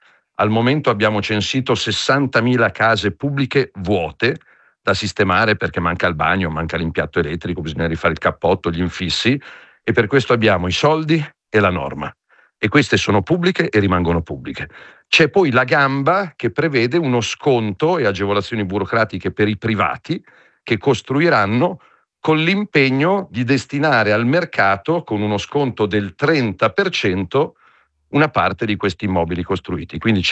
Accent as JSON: {"language": "Italian", "town": "Milan", "region": "Lombardy", "country": "Italy", "said": "lo dico da milanese"}